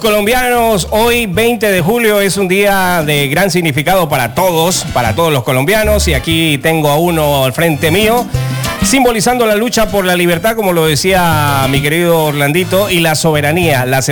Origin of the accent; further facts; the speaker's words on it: Santa Cruz de la Sierra, Santa Cruz, Bolivia; soy de Santa Cruz.